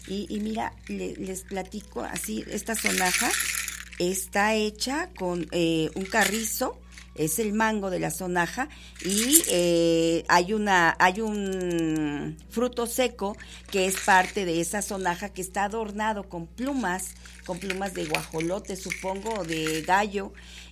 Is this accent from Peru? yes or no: no; Mexico; nosotros como mexicanos